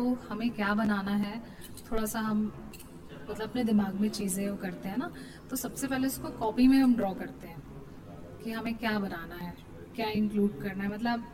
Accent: Bhopal, Madhya Pradesh, India; और मैं भोपाल से हूँ।

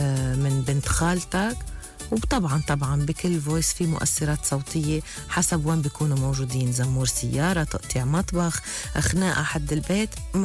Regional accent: Lebanon

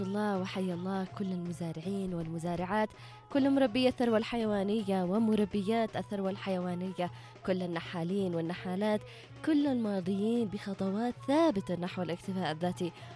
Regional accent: Yemen

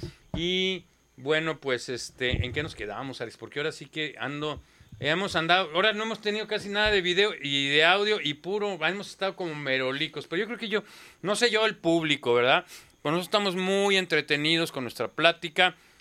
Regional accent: Mexico City, Mexico; yo soy chilango y lo digo con sentido del humor.

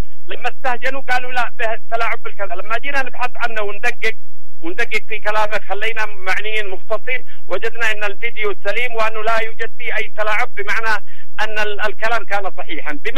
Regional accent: Yemen; عندنا في اليمن

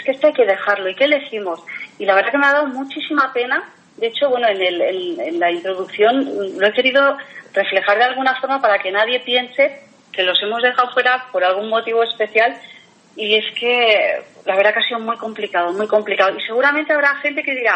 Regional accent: Catalonia, Spain; moved away as an adult; now in San Sebastián, Spain; Vengo de Cataluña, pero desde luego que adoro Donosti.

